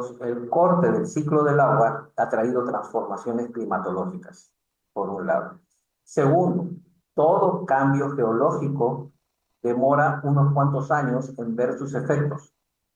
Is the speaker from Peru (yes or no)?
yes; Peru; Otra la tengo aquí en mi país, en el Perú